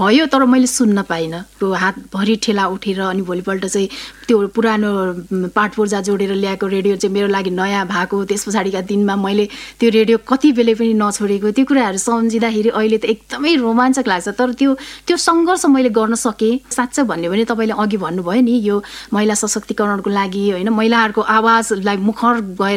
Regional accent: Koshi Province, Nepal; born there

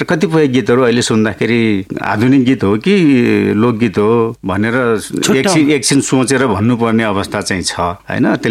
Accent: Myagdi District, Gandaki Province, Nepal; now in Kathmandu, Nepal; मेरो जन्म चाहिँ म्याग्दी जिल्लाको हालको धौलागिरी गाउँपालिका वडा नम्बर 6 मराङमा भएको हो।

